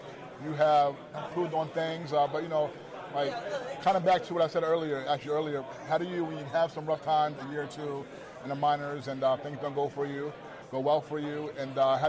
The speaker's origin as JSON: {"language": "English", "region": "New York", "country": "United States", "said": "I'm from New York."}